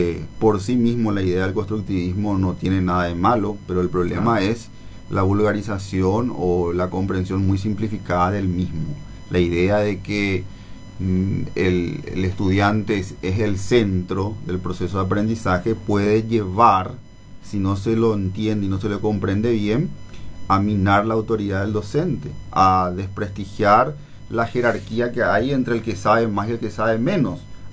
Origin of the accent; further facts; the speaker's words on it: Paraguay; Nosotros también somos paraguayos.